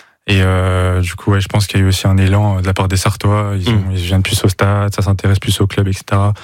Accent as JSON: {"language": "French", "town": "Paris", "region": "Île-de-France", "country": "France", "said": "moi je viens de Paris"}